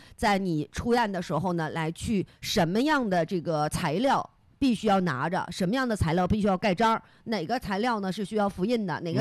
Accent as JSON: {"language": "Chinese", "region": "Northeast China", "country": "China", "said": "咱们东北人"}